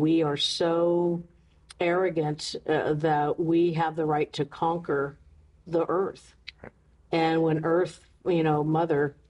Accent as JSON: {"language": "English", "town": "Meiners Oaks", "region": "California", "country": "United States", "tie": "born or raised there", "said": "we grew up in the River Bottom and Miners Oaks, and there's 7 of us. I'm the youngest."}